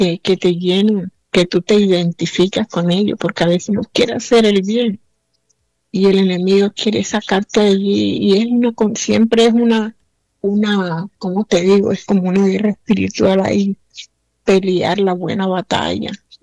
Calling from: Cartagena, Bolívar, Colombia; De aquí, de Cartagena, del barrio Chipre.

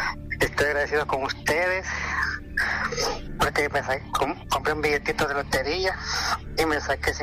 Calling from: San Miguel, El Salvador; De aquí, de San Miguel.

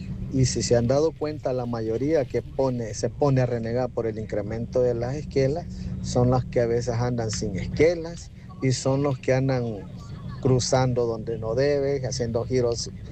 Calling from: El Salvador; nosotros como salvadoreños

